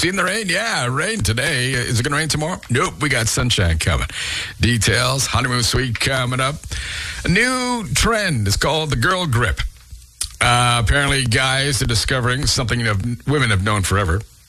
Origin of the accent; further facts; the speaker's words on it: Canada; We're Canadian.